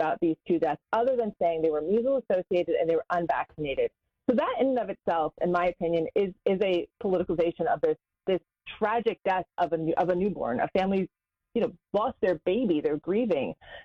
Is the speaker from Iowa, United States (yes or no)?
no; Pennsylvania, United States; as a woman, as a someone who was born and bred in Pennsylvania.